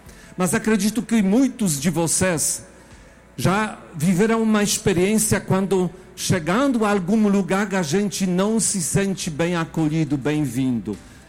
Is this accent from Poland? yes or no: yes; Poland; accent: Polish; Portuguese is a second language; moved away; Eu sou polonês, por isso este sotaque diferente.